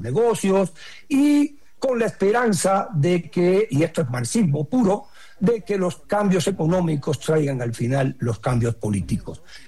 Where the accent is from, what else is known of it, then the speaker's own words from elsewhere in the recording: Cuba; born there; tus entrevistas son rápidas y yo nací en Cuba, así que hablo mucho.